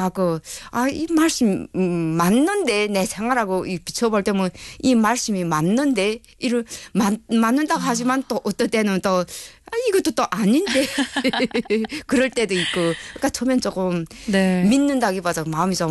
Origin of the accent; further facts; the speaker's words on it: North Korea; moved away as an adult; 저는 뭐 진짜 북한에 있을 때는 이런 종교라는 거는 들어도 못 봤어요.